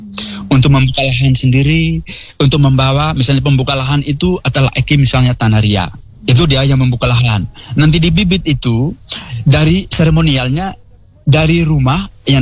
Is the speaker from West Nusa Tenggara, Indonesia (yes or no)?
no; East Nusa Tenggara, Indonesia; Masyarakat adat dan budaya suku Lio teristimewa kami orang Wulogai.